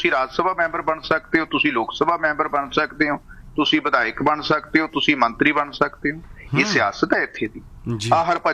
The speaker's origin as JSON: {"language": "Punjabi", "region": "Punjab", "country": "India", "said": "ਅਸੀਂ ਪੰਜਾਬ ਦੇ ਲੋਕ ਹੈ ਪੰਜਾਬ ਦੇ ਵਸ਼ਿੰਦੇ ਹੈ"}